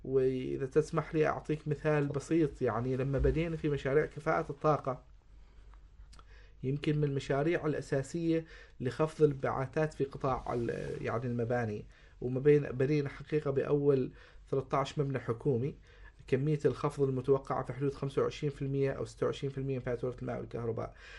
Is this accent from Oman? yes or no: yes; Oman; كانت عندنا فرصة كبيرة في أسبوع عمان للاستدامة للترويج للمشاريع اللي موجودة عندنا في سلطنة عمان